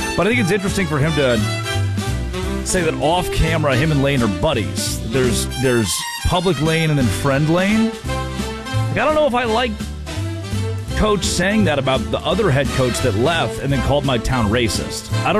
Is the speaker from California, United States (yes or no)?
no; Orlando, Florida, United States; I'm from Orlando.